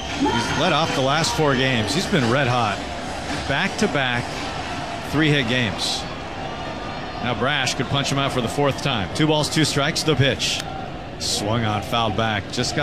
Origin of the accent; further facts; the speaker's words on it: Philadelphia, Pennsylvania, United States; born and raised? Yes, born and raised in Philly. A big Mike Schmidt guy.